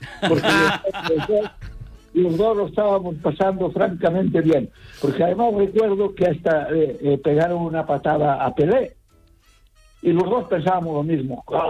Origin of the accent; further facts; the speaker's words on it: Ourense, Galicia, Spain; now in Barcelona, Spain; No, vale. No. Yo vivo en Barcelona, pero soy de Ourense.